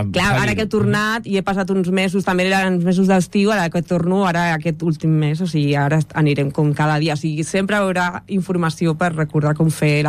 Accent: Ripollet, Catalonia, Spain; jo soc de Ripollet i no em moure de Ripollet.

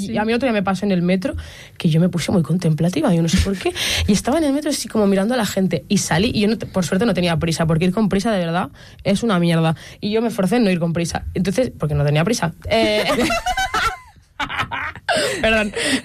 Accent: Ripollet, Catalonia, Spain; moved away as an adult; now in Barcelona, Spain; Yo soy de Ripollet.

